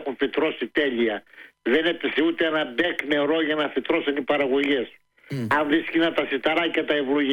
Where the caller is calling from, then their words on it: Drama, Eastern Macedonia and Thrace, Greece; η πατρίδα μου Μανώλη και εδώ η Δράμα μας